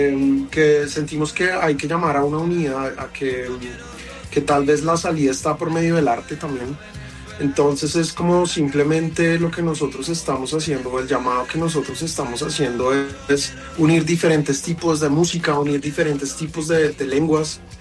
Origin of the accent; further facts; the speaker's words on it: Colombia; now in Germany; nuestra música colombiana, que es tan rica